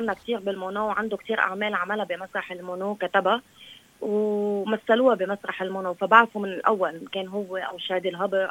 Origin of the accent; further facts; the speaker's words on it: Beirut, Beirut Governorate, Lebanon; أنا أصلاً إذا أنا خلقت وربيت بالأشرفية. أنا إذا بتطلعيني على جوني يومين ثلاثة بحس حالي اختنقت لهالدرجة إنه أنا متعلقة بمنطقتي، متعلقة مطرح ما أنا ولدت وترعرعت لهالدرجة، معلقة بلبنان.